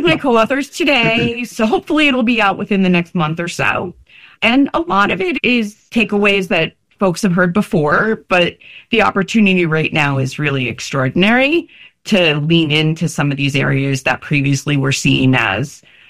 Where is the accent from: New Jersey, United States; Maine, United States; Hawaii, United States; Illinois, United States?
New Jersey, United States; where I grew up in New Jersey